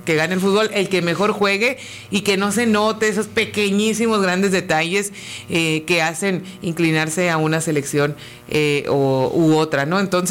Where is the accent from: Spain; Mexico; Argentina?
Argentina; Y nosotros somos argentinos.